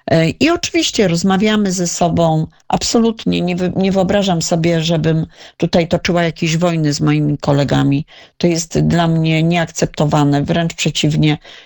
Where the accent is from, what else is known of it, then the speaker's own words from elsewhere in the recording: Radom, Masovian Voivodeship, Poland; Ja tutaj pochodzę z Radomia